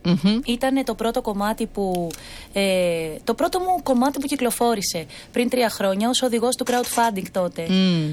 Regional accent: Thessaloniki, Central Macedonia, Greece; Μετά σπούδασα θέατρο στη θεάτρου στη Θεσσαλονίκη. Είμαι από τη Θεσσαλονίκη.

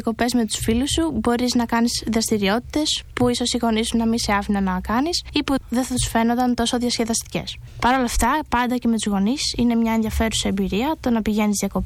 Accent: Amyntaio, Western Macedonia, Greece; now in Athens, Greece; εγώ προτιμώ να περνάω τον ελεύθερο χρόνο μου στο χωριό μου, το Αμίντεο που βρίσκεται στη Φλόρινα.

